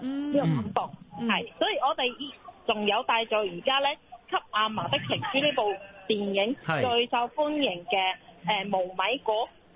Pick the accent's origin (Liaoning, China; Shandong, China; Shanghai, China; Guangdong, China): Guangdong, China; Shantou; 我們是汕头人